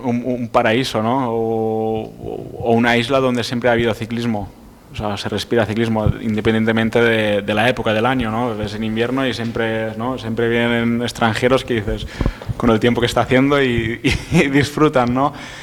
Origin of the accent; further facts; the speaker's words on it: Balearic Islands, Spain; now in Mallorca, Spain; yo te tengo que decir que yo soy de Menorca, y cuando vine aquí por primera vez aquí en Mallorca